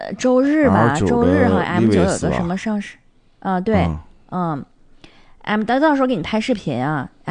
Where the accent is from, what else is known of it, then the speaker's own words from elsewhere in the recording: Northeast China, China; 咱们东北人